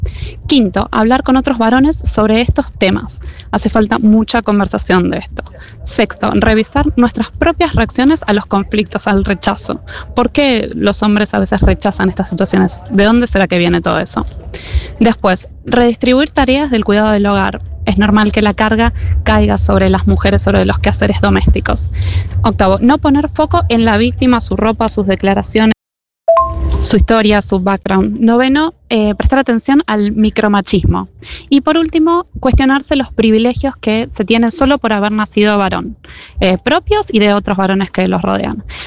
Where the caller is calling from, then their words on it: Oslo, Norway